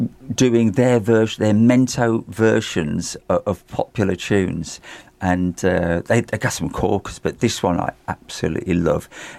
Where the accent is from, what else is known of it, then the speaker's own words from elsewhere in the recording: Stourbridge, West Midlands, United Kingdom; Jude Bellingham, Black Country Boy, oh yes. Jude Bellingham, Starbridge Boy, my hometown, oh yes.